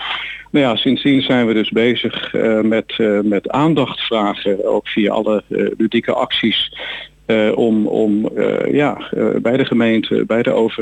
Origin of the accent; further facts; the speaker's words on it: Rotterdam, South Holland, Netherlands; moved away as an adult; now in Amsterdamse Straatweg (N221), near Soest, Netherlands; Ik woon zelf, we komen uit Rotterdam en omstreken.